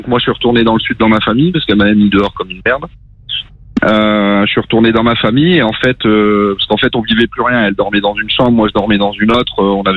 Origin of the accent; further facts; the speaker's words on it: Hauts-de-France, France; C'est très chaleureux dans le nord. Ouais. Mais je suis originaire du Nord, moi, à la base.